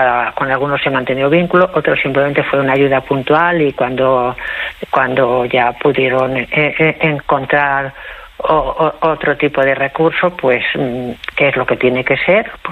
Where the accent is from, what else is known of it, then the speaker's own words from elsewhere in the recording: Badalona, Catalonia, Spain; porque yo volví a Badalona, yo soy de Badalona, pero he estado muchos años viviendo fuera de Badalona